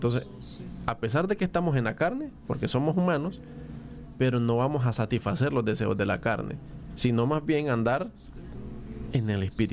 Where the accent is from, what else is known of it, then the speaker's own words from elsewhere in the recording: Nicaragua; Y es como la cédula que tenemos nosotros, que nos hace probar que somos ciudadanos nicaragüenses.